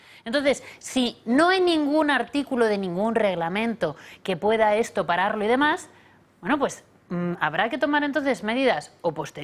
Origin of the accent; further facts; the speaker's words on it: Spain; Básicamente es un reemplazo de la masa electoral que somos nosotros los españoles.